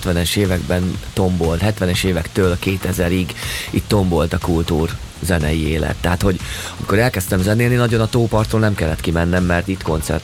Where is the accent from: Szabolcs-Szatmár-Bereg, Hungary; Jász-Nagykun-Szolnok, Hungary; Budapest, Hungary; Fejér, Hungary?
Fejér, Hungary; itt nőttem fel a velencei tópartján, és ez végig kísért az életemet